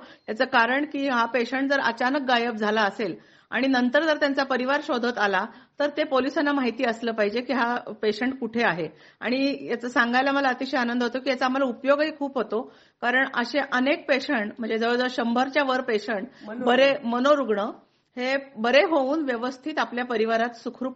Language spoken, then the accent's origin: Marathi; Karad, Maharashtra, India; moved away as an adult; now in Dhule, India; माझं माहेर कराड. मी कराडचे असल्यामुळं कृष्णा कोयनेच्या संगमावर माझं बालपण गेलं